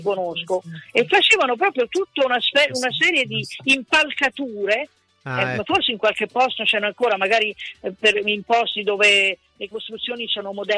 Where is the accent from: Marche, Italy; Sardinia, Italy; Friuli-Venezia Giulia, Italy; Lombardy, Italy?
Marche, Italy; also born or lived in Rome; Sì, sono nata a Roma ma provengo dalle Marche.